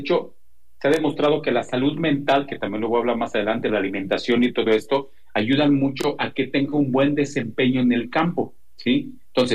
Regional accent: Guanajuato, Mexico; yo que soy de Guanajuato y no sé, mi equipo es los Panzas Verdes de León, Guanajuato, eso me identifica, pertenezco y es mi ciudad, es mi estado

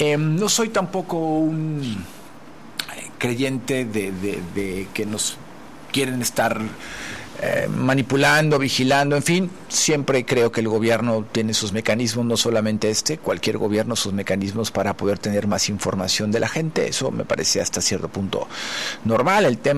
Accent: Mexico; pero también soy un mexicano que me parece que hay que cumplir, ¿no?

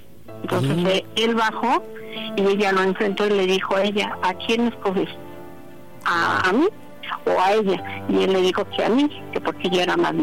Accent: Nezahualcóyotl, State of Mexico, Mexico; Sí, yo soy del municipio de Nezahualcóyotl.

